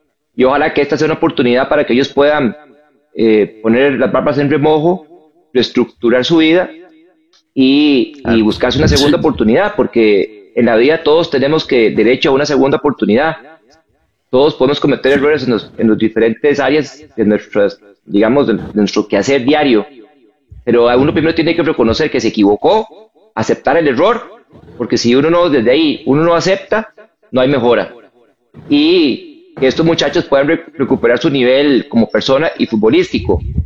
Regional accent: Costa Rica; eso lo digo como costarricense

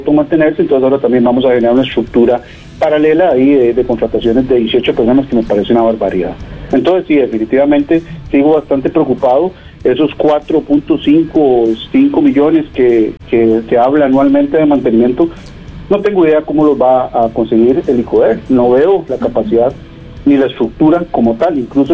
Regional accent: Costa Rica

